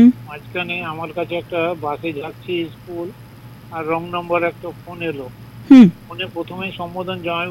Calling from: Nalhati, West Bengal, India; আমি নলাটি বীরভূম, পশ্চিমবঙ্গ থেকে, বীরভূম জেলার নলাটি থানার পাইকপাড়া গ্রাম থেকে বলছি।

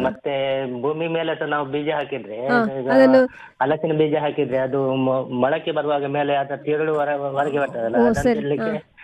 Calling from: Bantakal, Karnataka, India; ಬಂಟಕಲ್ನಿಂದ.

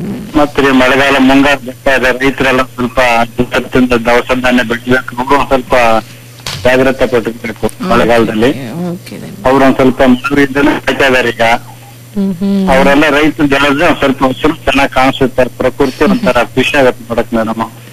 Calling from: Jannapura, Karnataka, India

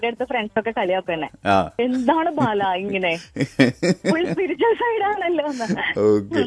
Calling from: Kochi, Kerala, India; ഞാൻ കൊച്ചി.

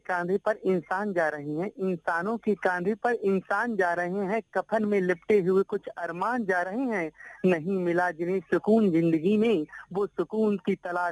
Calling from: Badaun, Uttar Pradesh, India; District Badaun, तहसील दातें।

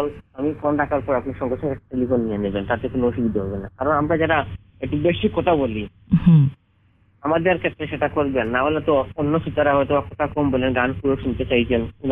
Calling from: India; আজকে আমরা গর্বিত ভারতবর্ষে আমাদের জন্ম হয়

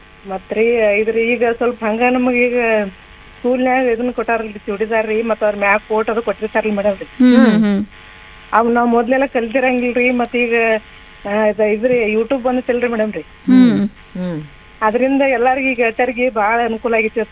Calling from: Karnataka, India

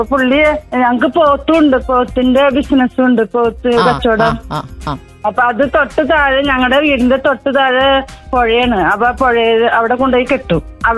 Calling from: Aluva, Kerala, India; വീട് കുട്ടമശ്ശേരി ആലുവ

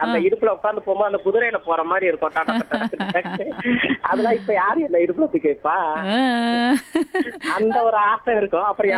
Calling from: Chennai, Tamil Nadu, India; நான் போரூர் கான்ட்ராக்ட் பேசுறேன்.

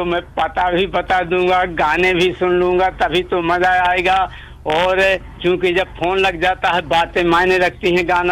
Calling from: Satna district, Madhya Pradesh, India; ग्राम कल्पा जिला सतना से हिंदुस्तानी कलाकार … ईडन गार्डन अशोक वाटिका से बोल रहा हूँ

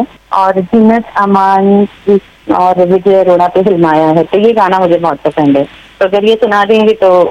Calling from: Raipur, Chhattisgarh, India; सोनाली जी, मैं यहाँ रायपुर छत्तीसगढ़ से हूँ जैसा कि मैंने बताया

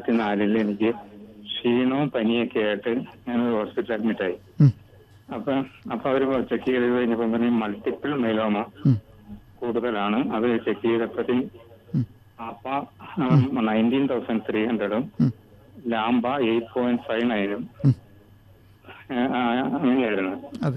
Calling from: Malampuzha, Kerala, India; ഞാൻ മലമ്പുഴത്തിൽ നിന്നാണ് വിളിക്കുന്നത്.

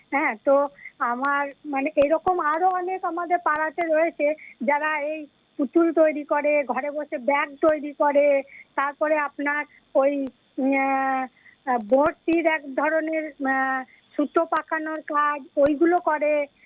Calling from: West Bengal, India; আমি বাহিরে বীরভূম থেকে

